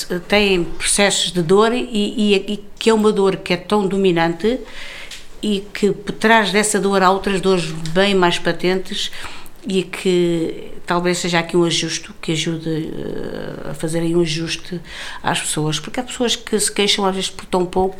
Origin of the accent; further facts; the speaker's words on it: Minho, Portugal; moved away; Eu sou minhota, e terras do Minho, e lá em cima, nas zonas do Minho, aquilo era um pouco mais atrasado, talvez.